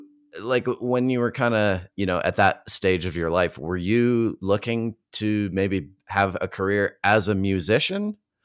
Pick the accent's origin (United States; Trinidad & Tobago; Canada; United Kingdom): Canada; Calgary, Alberta; I'm from Calgary, yep.